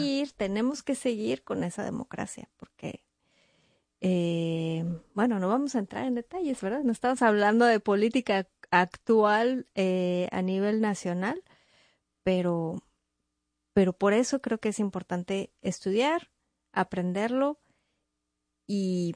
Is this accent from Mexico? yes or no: yes; Mexico; now in New York, United States; yo hablo de México porque es pues donde yo vengo